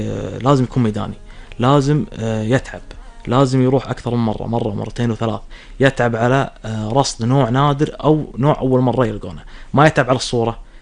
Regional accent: Kuwait; في الرقيعي عندنا بالكويت اكثر من نوع

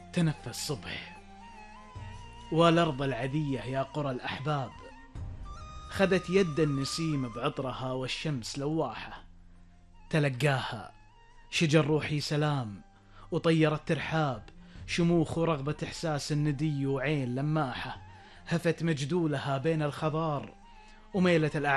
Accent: Jahra, Jahra Governorate, Kuwait; أنا لما أتكلم عن الجهرة أتكلم عن أتكلم عن مسقط رأسي، أتكلم عن حياتي، عن طفولتي، عن شوارعها

